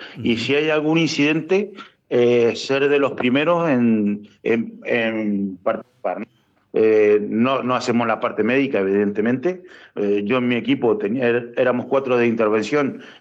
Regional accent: Guaymallén, Mendoza, Argentina; now in Spain; Pues, y tú imagínate, un mendocino de Guaymallén de toda la vida.

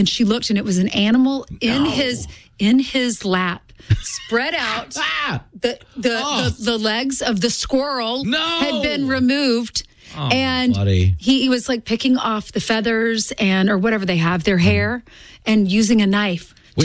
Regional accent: South Carolina, United States; now in New York, United States; I grew up in South Carolina, wanted to be in New York so badly.

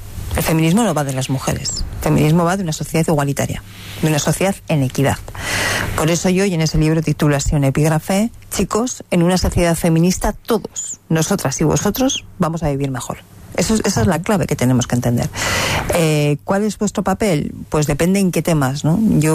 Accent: Zaragoza, Aragon, Spain; now in Madrid, Spain; aunque yo ahora vivo en Madrid, soy de Zaragoza, por lo tanto, estoy prácticamente en casa.

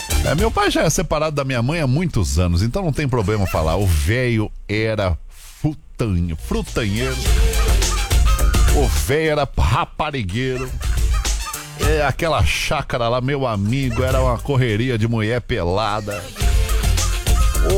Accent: Lages, Santa Catarina, Brazil; moved away; A gente é de Lages, né? De Santa Catarina.

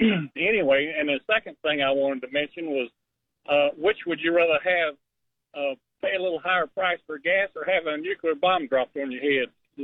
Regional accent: North Carolina, United States; I'm being from North Carolina, born and raised. It's embarrassing to hear that North Carolina is considered purple instead of red.

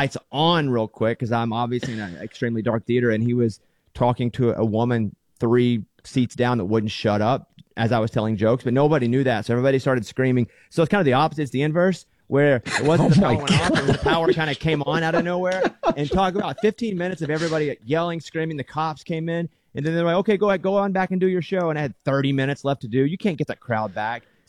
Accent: Arkansas, United States; So growing up in Arkansas, everyone's a Dallas Cowboys fan, a bit because of the region

